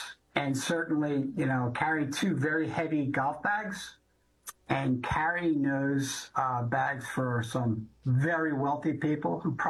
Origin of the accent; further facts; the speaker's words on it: Philadelphia, Pennsylvania, United States; two brothers and a sister, and I grew up in Northeast Philadelphia.